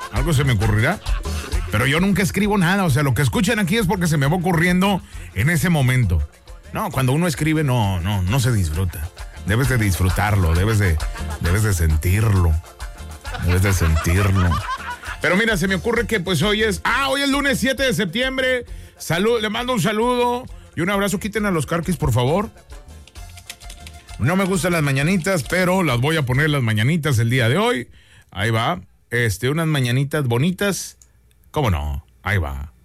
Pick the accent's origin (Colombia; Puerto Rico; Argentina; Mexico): Mexico; Yo soy un buen mexicano. Yo soy un buen mexicano porque... me gusta el chile.